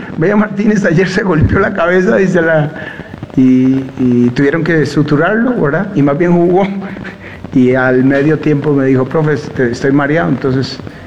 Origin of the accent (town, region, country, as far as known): Costa Rica